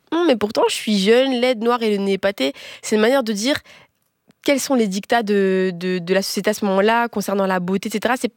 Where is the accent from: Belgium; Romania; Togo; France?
Belgium; parce que je suis métisse, donc je suis belge, je suis congolaise